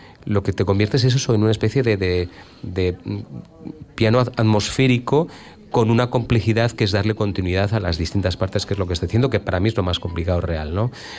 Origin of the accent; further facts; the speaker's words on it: Bilbao, Basque Country, Spain; o sea que yo, como bilbaíno y vinculado al ciclo de Lid de la Arriaga, pues me parece un acierto grandísimo.